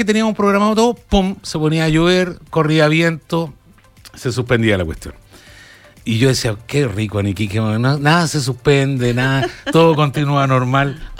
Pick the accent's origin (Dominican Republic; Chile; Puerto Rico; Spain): Chile; Magallanes and Chilean Antarctica; moved away as an adult; now in Iquique, Chile; yo vengo de la región de Magallanes.